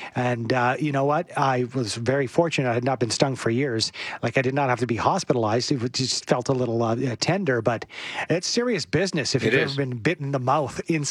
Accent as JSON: {"language": "English", "town": "Edmonton", "region": "Alberta", "country": "Canada", "tie": "born there", "said": "I was born in Edmonton, and I worked in Edmonton in the late 90s with both of you two."}